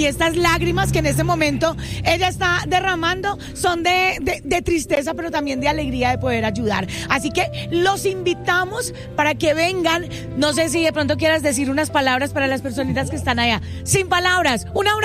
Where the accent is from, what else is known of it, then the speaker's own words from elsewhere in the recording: Colombia; Ese corazón bonito es lo que nos identifica a nosotros como colombianos.